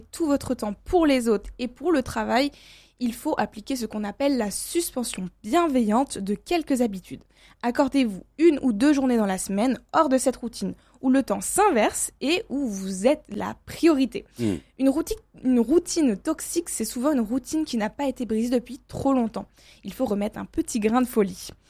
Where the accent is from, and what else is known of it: France